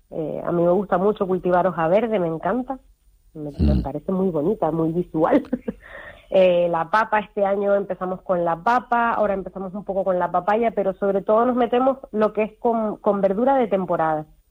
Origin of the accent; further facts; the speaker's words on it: Tenerife, Canary Islands, Spain; now in Fuerteventura, Spain; cuando nos vinimos a vivir a Fuerteventura, donde nosotros somos de Tenerife